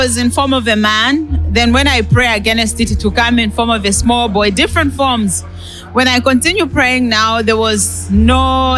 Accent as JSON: {"language": "English", "country": "United Kingdom", "said": "I come from the United Kingdom."}